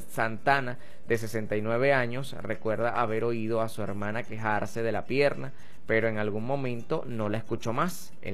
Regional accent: Venezuela

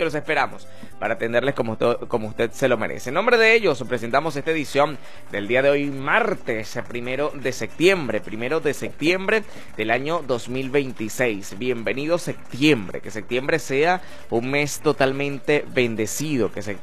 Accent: Venezuela; nosotros como venezolanos

